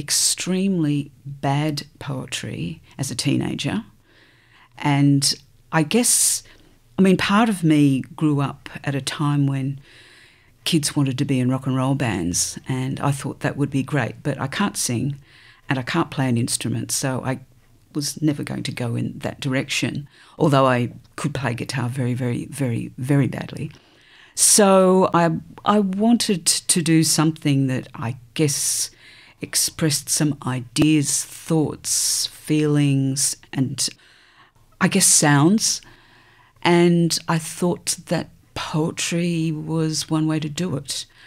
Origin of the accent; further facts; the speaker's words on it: Sydney, New South Wales, Australia; now in Adelaide, Australia; Well, I was born and grew up in Sydney. So in some ways I'm still a Sydney kid, although I'm also an Adelaide adult, so shall we say.